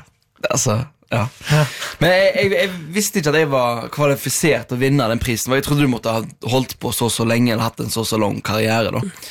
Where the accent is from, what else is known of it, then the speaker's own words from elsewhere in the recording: Stord, Vestland, Norway; now in Oslo, Norway; Jeg var hjemme på Stord.